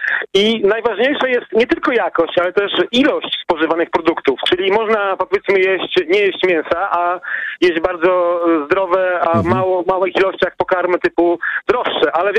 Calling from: Gdańsk, Pomeranian Voivodeship, Poland; ja mieszkam w Gdańsku na takich zachodniej dzielnicy, blisko miasta, które się nazywa Żukowo.

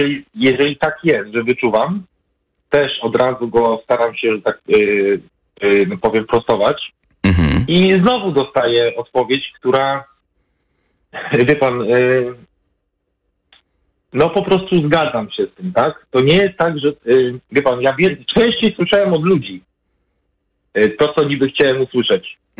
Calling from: Pruszcz Gdański, Pomeranian Voivodeship, Poland; obecnie jestem w innym kraju akurat, ale już mieszkam w Pruszczy Gdańskim

